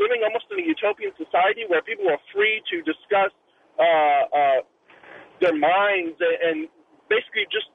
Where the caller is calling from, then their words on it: Gulf Coast, United States; I'm calling from the Gulf Coast.